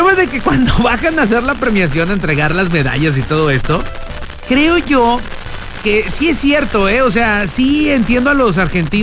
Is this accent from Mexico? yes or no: yes; Mexico; somos mexicanos.